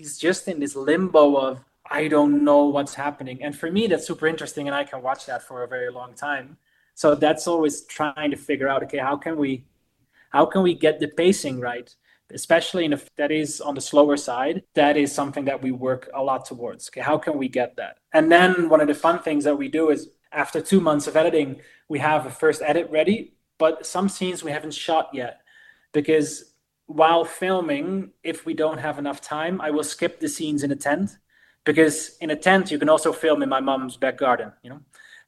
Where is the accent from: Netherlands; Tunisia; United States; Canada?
Netherlands; English is a second language; At the moment, you know, we are from the Netherlands.